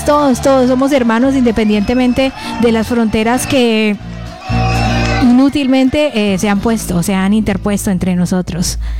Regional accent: Colombia; moved away; como buenos colombianos seguimos aquí unidos unos a otros

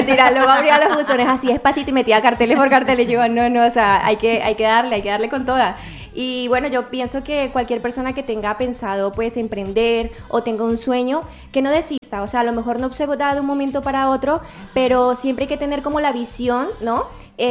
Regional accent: Venezuela; now in Spain; mi mamá es colombiana, ella es de Santa Rosa de Cabal, Pereira. Sí. Y pues yo soy venezolana

